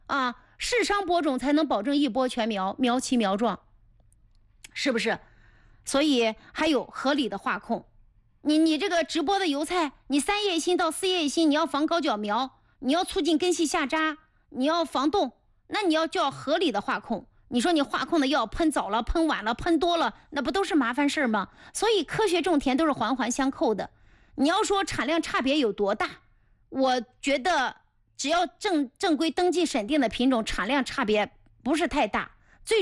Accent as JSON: {"language": "Chinese", "town": "Mengcheng", "region": "Anhui", "country": "China", "tie": "born or raised there", "said": "我的家乡在蒙城啊"}